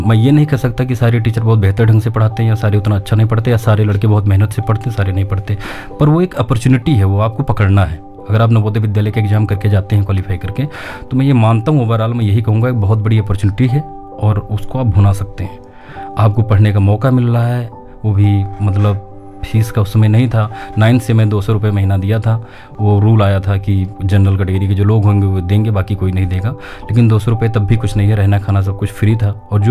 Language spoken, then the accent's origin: Hindi; Uttar Pradesh, India; moved away; also born or lived in Tripura; मुझे पता था मैं गाँव से बिलोंग करता हूँ, अगर मैं पढ़ाई की तरफ नहीं गया तो मेरे पास और कोई दूसरा मौका नहीं है कि गाँव से निकल कर मैं गोंडा भी पहुँच पाऊँ।